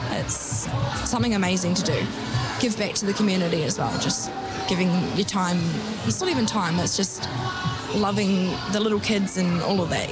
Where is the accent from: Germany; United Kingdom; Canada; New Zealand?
New Zealand; Dunedin, Otago; I'm born and raised in Otipoti. I have a marae down in Otago. We are Ngāi Tahu. I'm 35 years old today.